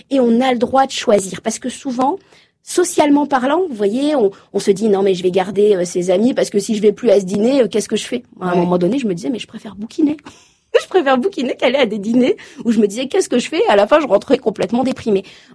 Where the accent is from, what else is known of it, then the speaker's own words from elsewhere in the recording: Normandy, France; Moi, je viens de la Normandie. Uber Eats n'est pas arrivé partout en France.